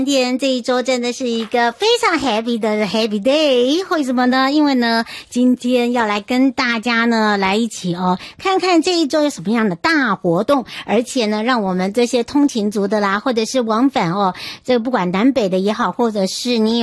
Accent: Taiwan; 要回到我的故乡，也就是我们的花东纵谷了。

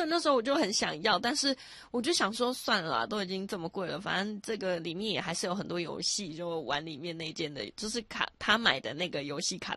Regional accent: Taiwan; 对，可是我身为一个台湾人竟然现在才认识它。

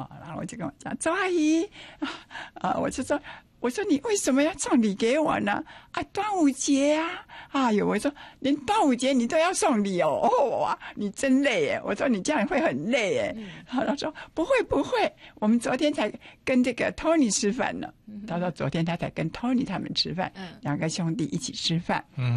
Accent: Taiwan; 我现在没有办法很完整的说很长的台语，这怎么办呢？我是台湾人，怎么可以这样子？

